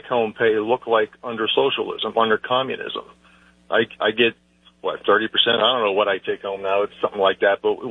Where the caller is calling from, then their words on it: Colorado Springs, Colorado, United States; even though we're in El Paso County, Colorado Springs is a red county, basically, with five military bases here.